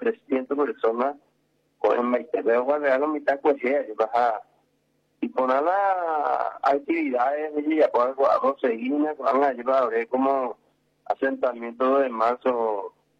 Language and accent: Spanish; Paraguay; Ah, como paraguayo siempre lo mitad lleva espera de un de su recuperación de la selección paraguaya